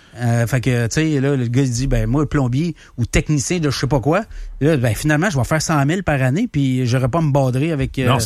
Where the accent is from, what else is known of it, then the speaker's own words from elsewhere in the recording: Canada; en tant que Canadien